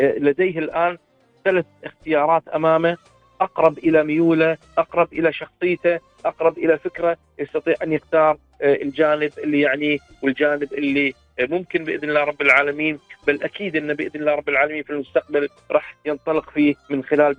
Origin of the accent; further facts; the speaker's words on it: Kuwait; ديرتنا الحبيبة الكويت